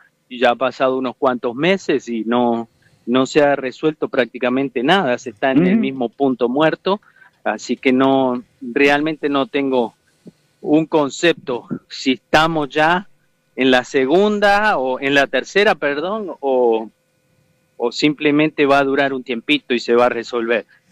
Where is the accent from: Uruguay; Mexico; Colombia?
Uruguay; now in United States; seguiré yendo a visitar la familia, los amigos, mi pueblito y otras regiones lindas que tiene el Uruguay